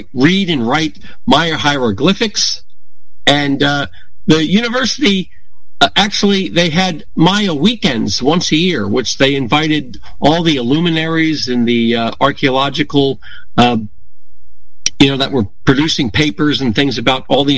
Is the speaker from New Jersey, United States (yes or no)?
yes; New Jersey, United States; now in Virginia, United States; I'm from New Jersey. I'm living here in Virginia right now, but I'm originally from New Jersey